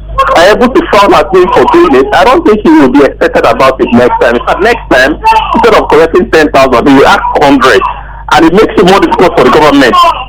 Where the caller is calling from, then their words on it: Ibeju-Lekki, Lagos, Nigeria; I'm calling from Ibejuleke.